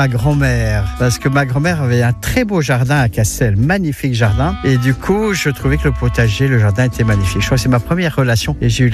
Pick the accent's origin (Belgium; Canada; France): Belgium; Flanders; Et comme je suis flamand, je me suis dit, tiens, je vais faire un jardin à la flamande.